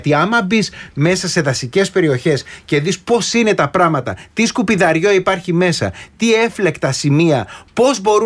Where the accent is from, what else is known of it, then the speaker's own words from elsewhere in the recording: Trikorfo, Peloponnese, Greece; Σάκη, σήμερα έχει πανηγύρι στο χωριό μου. Τρίκορφο Μεσσηνίας με μπύρες, σουβλάκια και μπόλικη γουρνοπούλα.